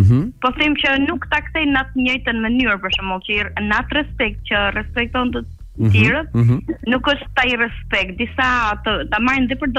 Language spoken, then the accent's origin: Albanian; Krujë, Durrës County, Albania; born there; moved away; qytetin e Krujës, qytetin tim të lindjes.